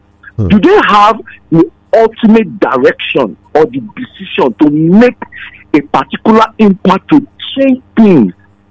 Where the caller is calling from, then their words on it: Nigeria; from Ajota.